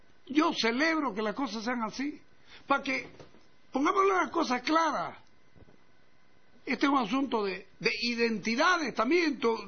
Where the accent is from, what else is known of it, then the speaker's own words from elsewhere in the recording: Santa Cruz, Bolivia; Santa Cruz es mi patria, Bolivia es mi país.